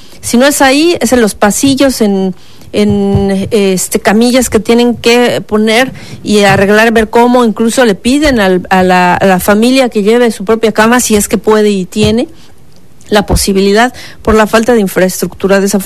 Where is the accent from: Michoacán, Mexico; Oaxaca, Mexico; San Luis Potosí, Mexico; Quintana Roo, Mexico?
Quintana Roo, Mexico; Playa del Carmen; Nosotros somos de Playa del Carmen, entonces lo trasladaron al materno infantil porque acá está en Playa del Carmen, no había este especialista.